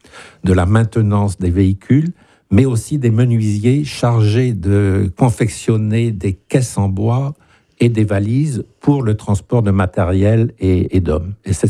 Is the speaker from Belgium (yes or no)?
no; France; Pour ma mère, ma sœur et moi, pas de problème, nous sommes français